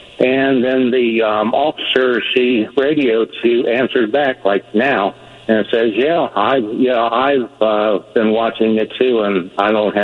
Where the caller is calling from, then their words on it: Columbus, Ohio, United States; I'm calling from Columbus, Ohio